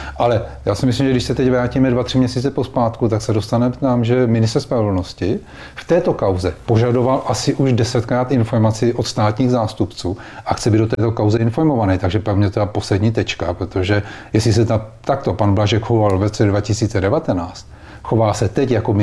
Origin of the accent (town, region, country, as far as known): Brno, South Moravian Region, Czechia